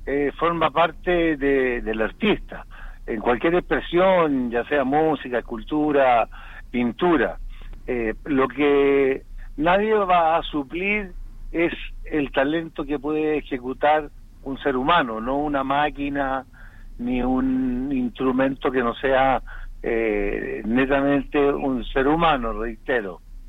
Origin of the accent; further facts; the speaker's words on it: Chile; cosa que aquí en Chile no pasa.